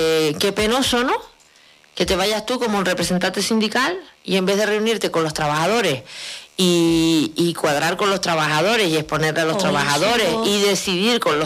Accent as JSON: {"language": "Spanish", "region": "Canary Islands", "country": "Spain"}